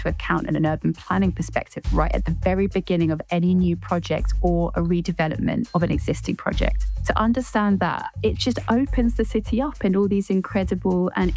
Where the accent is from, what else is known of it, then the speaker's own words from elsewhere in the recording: Glenrothes, Scotland, United Kingdom; Glenrothes, my hometown